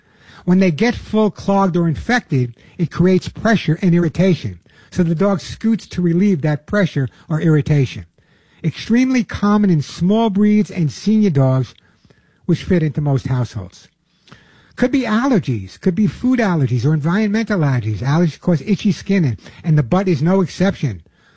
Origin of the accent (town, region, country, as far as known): The Bronx, New York, United States; born or raised there; also born or lived in Long Island